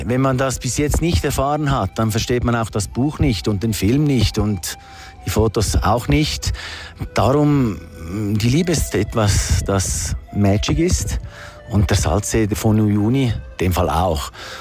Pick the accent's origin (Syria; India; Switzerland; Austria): Switzerland; moved away as an adult; now in Sucre, Bolivia; Ich bin Schweizer, bin Bolivianer geworden, weil ich verheiratet bin mit einer Bolivianerin, die ich vor 26 Jahren hier kennengelernt habe in Bolivien. Ich wohne jetzt seit 15 Jahren hier in Sucre